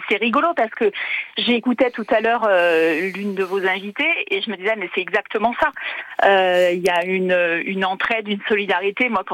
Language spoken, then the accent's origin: French; Auvergne-Rhône-Alpes, France; born there; je suis née dans le Rhône.